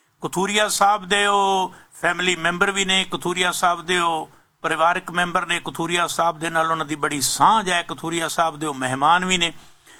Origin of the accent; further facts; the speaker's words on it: Punjab, India; now in Canada; ਅਸੀਂ ਪੰਜਾਬ ਦੇ ਵਾਸੀ ਹਾਂ, ਪੰਜਾਬ ਸਾਡਾ ਪਿਛੋਕੜ ਹੈ, ਸਾਡਾ ਵਰਤਮਾਨ, ਅਸੀਂ ਰਹਿ ਭਾਵੇਂ ਕੈਨੇਡਾ ਦੇ ਵਿੱਚ ਜ਼ਰੂਰ ਰਹੇ